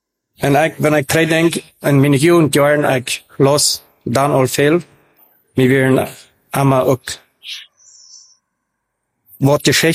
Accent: Paraguay; also born or lived in Mexico; Ich bin in Mexiko geboren und in diesem 1973, meine Eltern traten in Paraguay, als ich ein Jahr wir, mit etwa ein Jahr. Du sind ich dann der meiste Zeit abgewachsen.

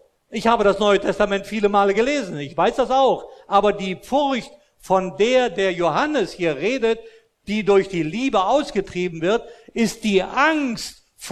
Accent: Austria; Ich bin ja in Österreich groß geworden, als römisch-katholischer Christ, ordentlich erzogen und so weiter.

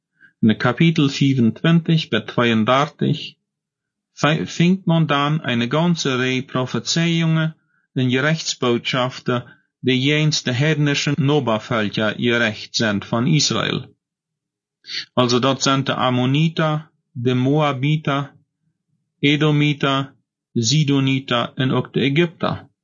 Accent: Paraguay; was in meiner Heimat in Paraguay oder in Deutschland für sich geht

